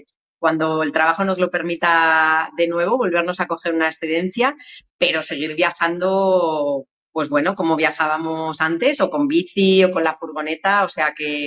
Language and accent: Spanish; Guadalajara, Castilla-La Mancha, Spain; es de la misma provincia que somos nosotros, somos de Guadalajara.